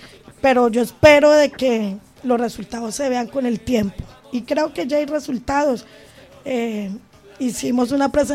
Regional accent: Rivera, Huila, Colombia; moved away as an adult; also born or lived in Neiva; now in Tarqui, Colombia; que yo soy, pues digo que netamente de Rivera, pero soy nacida en Neiva, pero criada en el municipio de Rivera.

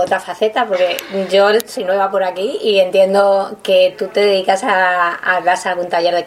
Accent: Valladolid, Castile and León, Spain; now in Canary Islands, Spain; Yo en Valladolid, que es de donde yo vengo

